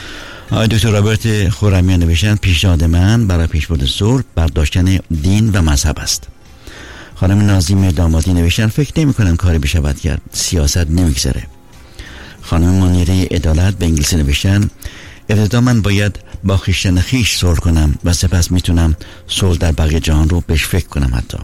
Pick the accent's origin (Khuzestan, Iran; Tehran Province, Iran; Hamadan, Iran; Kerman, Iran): Khuzestan, Iran; Masjed Soleyman; born there; یار دوستانی من بودن در مسجد سلیمان. نوشن مرحوم جناب جاوید، عرشبت که رئیس ناحیه شهر زادگاه من در مسجد سلیمان بود